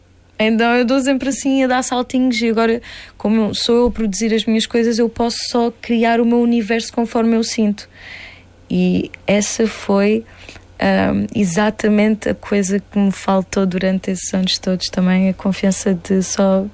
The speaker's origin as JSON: {"language": "Portuguese", "town": "Monte Gordo", "region": "Algarve", "country": "Portugal", "moved": "yes", "said": "sobretudo lá na malta de lá de Montegordo, que é, não temos muitos exemplos do que é sair daqui e fazer algo assim."}